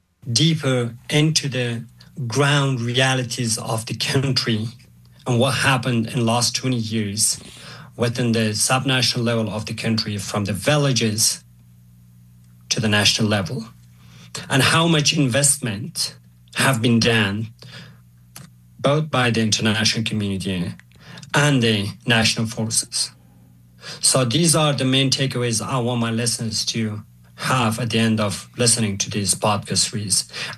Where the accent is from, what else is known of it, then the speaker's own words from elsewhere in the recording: Kabul, Afghanistan; moved away; If you say I'm from Afghanistan, the perceptions are changed about you.